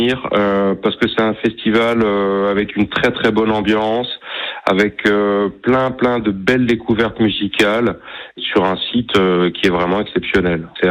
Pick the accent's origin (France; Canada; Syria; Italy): France; Marseille, Provence-Alpes-Côte d'Azur; À la base, je viens de Marseille et à l'époque j'étais étudiant à Marseille